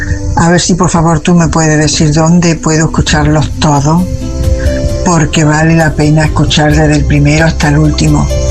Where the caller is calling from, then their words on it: Córdoba, Andalusia, Spain; como cordobesa, entenderás mi habla.